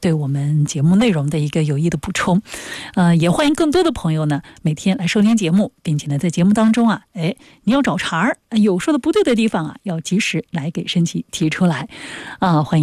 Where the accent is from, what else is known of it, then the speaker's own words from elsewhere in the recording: China; 我们中国人经常会说趁热吃啊